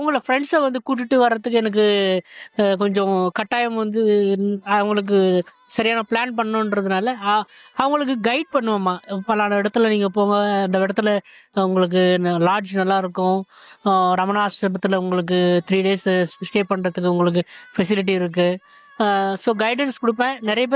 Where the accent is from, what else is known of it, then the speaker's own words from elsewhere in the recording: Tamil Nadu, India; now in Hyderabad, India; திருத்தணிமா, திருத்தணி வட்டம், கனகமாச்சித்திரம்.